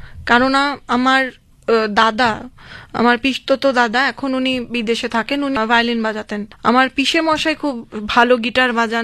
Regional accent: Assam, India; born there; আমি আসামে জন্মেছি, ছোটবেলা থেকেই আমি এই পরিবেশে বড় হয়েছি, আমরা জয়েন্ট ফ্যামিলি।

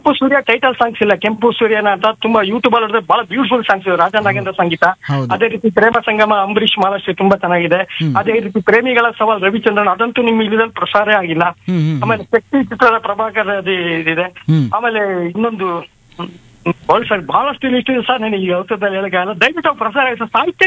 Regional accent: Sirigere, Karnataka, India; moved away as an adult; now in Davanagere, India; ನನ್ನ ಹಳ್ಳಿಯಲ್ಲಿ ಇದೆ ಸರ್ ಮಠದ ಸಿರಿಗೆರೆ ಅಂತ. ಈಗ ಕೆಲವು ವರ್ಷಗಳಿಂದ ನಾನು ದಾವಣಗೆರೆ ಇತ್ತು

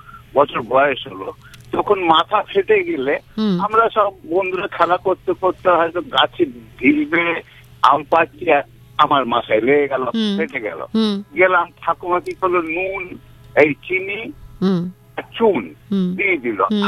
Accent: Purba Bardhaman, West Bengal, India; moved away; আমার গ্রাম হলো পূর্ব বর্ধমানের কাটোয়া থানার শ্রীবাটি গ্রামে।

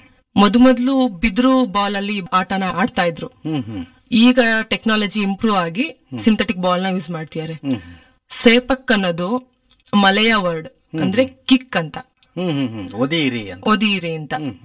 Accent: Karnataka, India; also born or lived in Edavala, Shivamogga district; ಆದ್ರೆ ನಾನು ಸಣ್ಣ ವಯಸ್ಸಿಂದನೂ ನಾ ಅಜ್ಜಿ ಮನೆಯಲ್ಲೇ ಬೆಳೆದಿದ್ದೀನಿ. ಅಜ್ಜಿ ಮನೆ ಬಂದು ಬಾಳೆಮಾರ್ನಹಳ್ಳಿ ಅಂತ ಇದೆ, ಭದ್ರಾವತಿ ತಾಲೂಕು. ಸಣ್ಣ ವಯಸ್ಸಿಂದನೂ ಸ್ಕೂಲ್ ಇಲ್ಲೇ ಓದಿದ್ದು, ಕಾಲೇಜು ಇಲ್ಲೇ ಓದಿದ್ದು, ಈಗ ಡಿಗ್ರಿ ಓದ್ತಿರೋದು ನಾನಿಲ್ಲೇ.

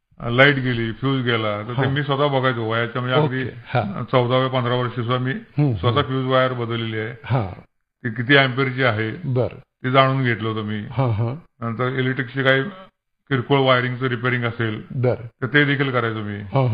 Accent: Karad, Maharashtra, India; माझं बालपण कराडच्या चारशेदास समोर पेठेतील पुसाळकरवाड्यामध्ये गेलं.

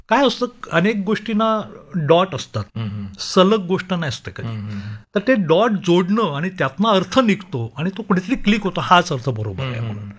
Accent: Mumbai, Maharashtra, India; मी जरी मुंबईकर मला म्हणत असलो

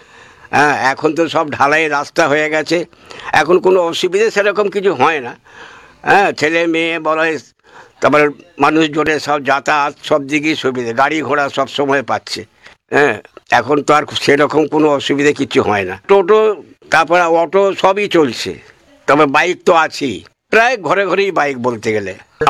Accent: Lakshmanpur, West Bengal, India; আমাদের গ্রাম হচ্ছে লক্ষণপুর জেলার হুগলি

